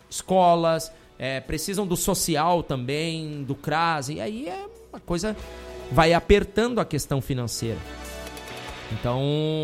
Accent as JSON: {"language": "Portuguese", "region": "Rio Grande do Sul", "country": "Brazil", "moved": "as an adult", "said": "Eu vim do Rio Grande do Sul, tem 28 anos, indo para 29 anos que moro aqui"}